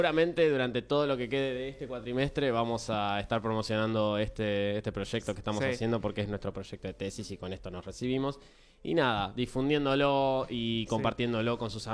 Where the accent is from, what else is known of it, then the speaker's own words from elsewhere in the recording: Quilmes, Buenos Aires Province, Argentina; yo soy de Quilmes